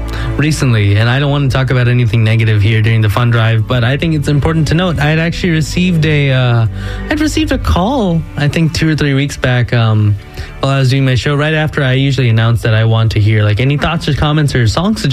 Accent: Kerala, India; my home state of Kerala.

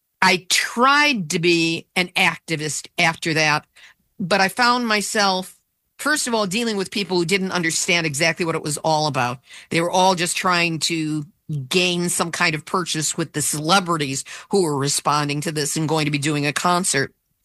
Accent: Chicago, Illinois, United States; I grew up in Chicago.

